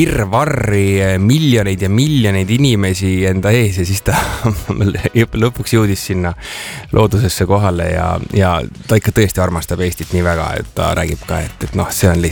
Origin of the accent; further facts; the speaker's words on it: Pärnu, Pärnu County, Estonia; Tiiu, tead, kus ma olen kasvanud? Ma olen kasvanud Pärnu rannarajoon